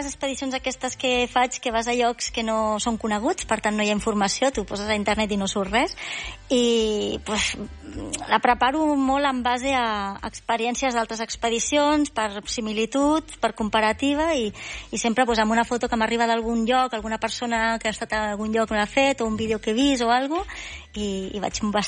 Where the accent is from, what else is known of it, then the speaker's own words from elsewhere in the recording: Catalonia, Spain; dos que hi ha som catalans.